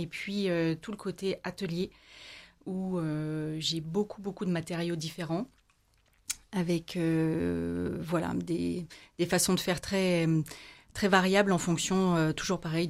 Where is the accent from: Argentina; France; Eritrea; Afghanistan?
France; Saint-Étienne, Auvergne-Rhône-Alpes; je suis stéphanoise